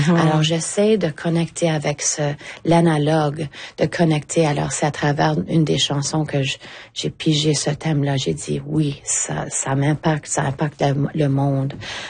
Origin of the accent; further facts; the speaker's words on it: Eastern Canada, Canada; now in Vancouver, Canada; je viens de l'Est du Canada